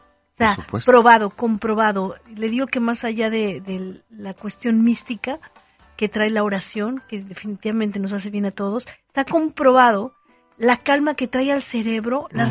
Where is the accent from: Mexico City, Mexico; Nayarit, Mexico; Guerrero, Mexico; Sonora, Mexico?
Mexico City, Mexico; en mi pueblito tiembla mucho, en la Ciudad de México.